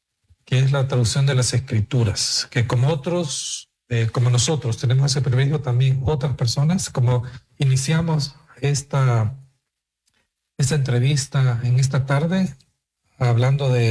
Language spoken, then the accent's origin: Spanish; El Salvador; En El Salvador, en mi país, en la Iglesia Bautista Miramonte, un saludo allá.